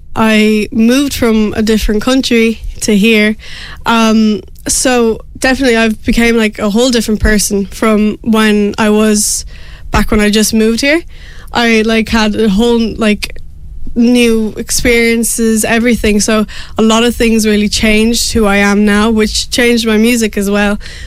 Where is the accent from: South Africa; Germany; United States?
South Africa; now in Wicklow, Ireland; I am originally from South Africa, but I live in Wicklow.